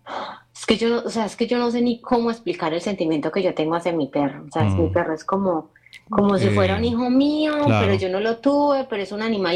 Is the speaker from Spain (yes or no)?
no; Colombia; moved away as an adult; Yo, pues obvio, vengo de Colombia, me vine aquí a vivir, pues, porque yo me casé con alguien de acá.